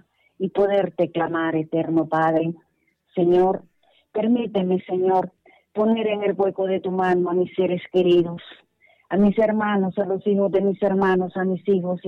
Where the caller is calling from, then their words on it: Comayagüela, Francisco Morazán, Honduras; Desde aquí de Comayagüela … les saluda